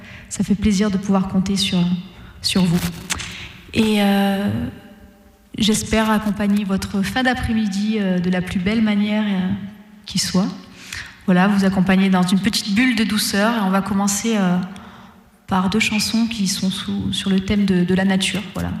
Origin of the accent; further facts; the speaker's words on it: Auvergne-Rhône-Alpes, France; Comme l'a dit Stéphane, je viens du Cantal, pas très loin d'ici. Joli département également.